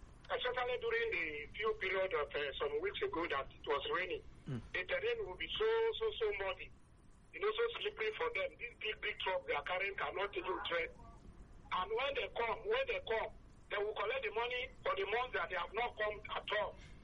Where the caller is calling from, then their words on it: Lagos, Nigeria; I'm calling from Mero.